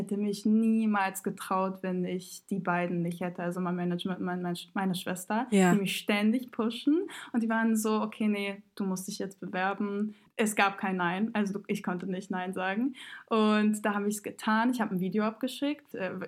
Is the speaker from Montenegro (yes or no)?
yes; Montenegro; Wir kommen aus Montenegro und jedes Mal, wenn Montenegro da auch mitmacht, sind wir so, okay, Eurovision ist so das Ding bei uns.